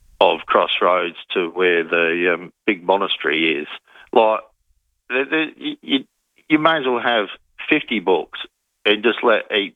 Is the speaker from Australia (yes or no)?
yes; Adelaide, South Australia, Australia; born there; If this council, Mitcham Council, they've grown up there all my life.